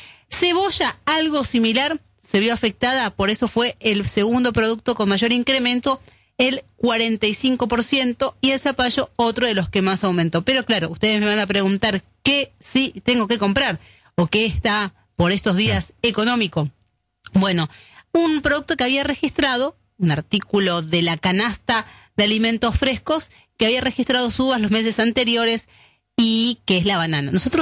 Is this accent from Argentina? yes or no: yes; Argentina; Lo cierto es que somos como argentinos, el producto, la fruta que más consumimos